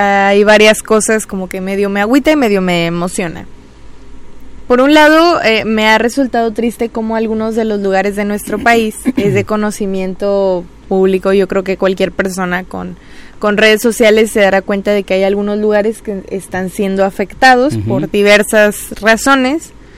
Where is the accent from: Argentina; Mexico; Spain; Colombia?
Mexico; nosotros mismos como mexicanos que vivimos aquí